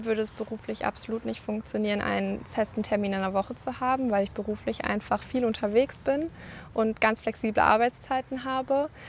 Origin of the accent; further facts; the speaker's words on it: Melln, Germany; born there; also born or lived in Dortmund; ich bin gebürtige Mellnerin und auch nach meinem Studium in Dortmund dann wieder hier hingezogen und bin Gründungsmitglied der Dorfenergiegenossenschaft in Melln.